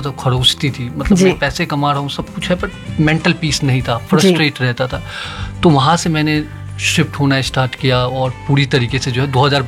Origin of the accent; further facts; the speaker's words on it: Bihar, India; now in Delhi, India; मैं जब दिल्ली, मैं बिहार से बिलोंग करता हूँ, मैं जब दिल्ली आया